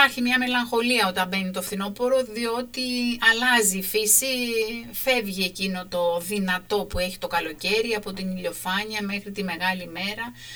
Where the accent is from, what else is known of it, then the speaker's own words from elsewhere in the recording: Zakynthos, Ionian Islands, Greece; σαν κάτοικος πολλές δεκαετίες και του κέντρου της πόλης και άλλων τουριστικών περιοχών, ένιωθα ότι με διώχνει ο τόπος μου, κυρία Αρβανιτάκη. Αυτή την αίσθηση είχα εγώ στη Ζάκυνθο φέτος.